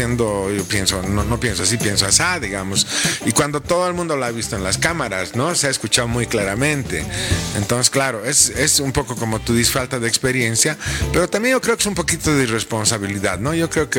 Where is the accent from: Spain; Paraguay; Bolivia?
Bolivia; La Paz; yo soy paseño de Cepa, he nacido en La Paz, he vivido en La Paz, nunca me he ido a vivir a ningún otro lado, excepto de vacaciones, por unos días, digamos. Entonces soy muy, muy, muy paseño.